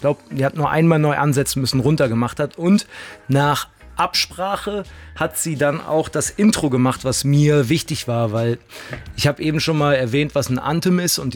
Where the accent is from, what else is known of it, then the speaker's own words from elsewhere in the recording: Cologne, North Rhine-Westphalia, Germany; Wir als Kölner, wir sind halt ein bisschen nerdig so, ne?